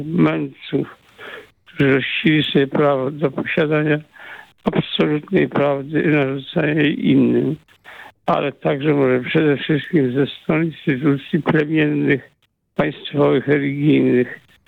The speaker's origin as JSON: {"language": "Polish", "town": "Słupsk", "region": "Pomeranian Voivodeship", "country": "Poland", "tie": "born or raised there", "said": "bo trochę będę się ocierał o moją małą ojczyznę, o Słupską, o dzielnicę."}